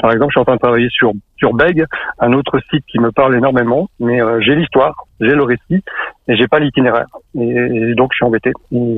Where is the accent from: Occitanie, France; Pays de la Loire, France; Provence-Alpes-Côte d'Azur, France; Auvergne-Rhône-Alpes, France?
Auvergne-Rhône-Alpes, France; Vichy; also born or lived in Bayeux; Enfin, moi, je suis natif de Vichy, mais ma famille était originaire de Bayeux, donc j'ai grandi en partie là-bas.